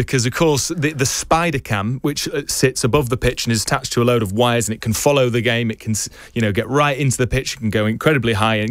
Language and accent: English; England, United Kingdom